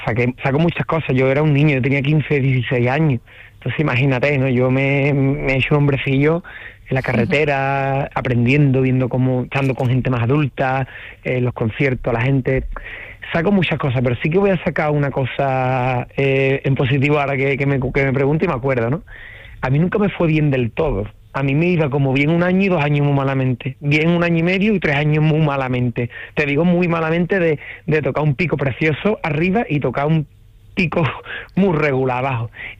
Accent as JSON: {"language": "Spanish", "town": "Rota", "region": "Andalusia", "country": "Spain", "tie": "born or raised there", "said": "no estoy viviendo en otro sitio, sigo en el mismo entorno, sigo en Rota, en mi pueblo"}